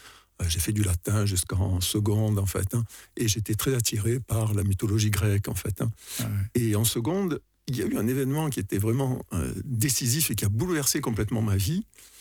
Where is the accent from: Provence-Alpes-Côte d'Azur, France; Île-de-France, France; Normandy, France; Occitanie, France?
Occitanie, France; Alès; born there; Alors je suis né à Alès, dans une famille qui est à la fois protestante et sévenol.